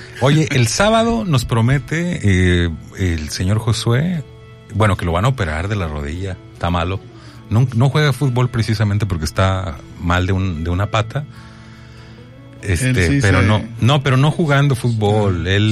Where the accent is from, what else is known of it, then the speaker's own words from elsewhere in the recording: Manzanillo, Colima, Mexico; born there; yo nací 2 años después en la Clínica Santa Mónica.